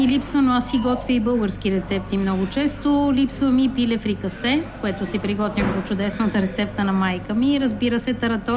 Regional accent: Sofia, Sofia City, Bulgaria; now in Palermo, Italy; Аз, както казва съпругът ми, вече съм почти половин палермитанка. Тима, че съм от София.

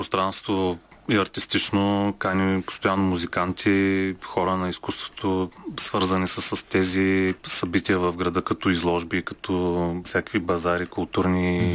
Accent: Targovishte, Targovishte Province, Bulgaria; Аз не съм от Варна, аз съм от Търговище, но като малък много често ме водиха тук и много се впечатлих от този прекрасен град.

